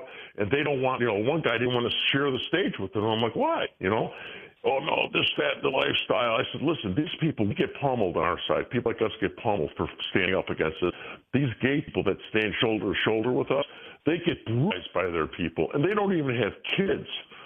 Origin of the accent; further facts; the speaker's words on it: Hometown, Illinois, United States; southwest side of Chicago. I went to Oak Lawn High School. You got Bridgeview, Oak Lawn, and Hometown. I grew up in Hometown.